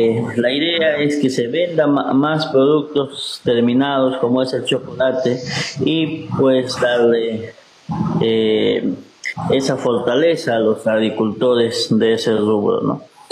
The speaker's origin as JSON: {"language": "Spanish", "region": "Junín", "country": "Peru", "said": "somos de acá, de Selva Central"}